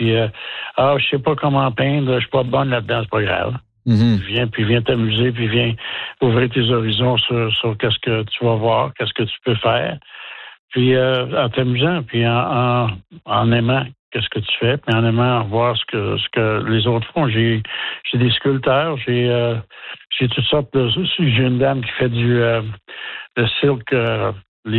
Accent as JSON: {"language": "French", "town": "Montreal", "region": "Quebec", "country": "Canada", "tie": "born or raised there", "said": "Ben j'ai grandi à Montréal avec Jean-Bigot, Maurice Richard."}